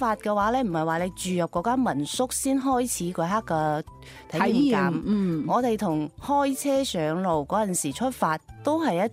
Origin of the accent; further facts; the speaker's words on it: Taishan, Guangdong, China; 我而家系台山人嚟噶。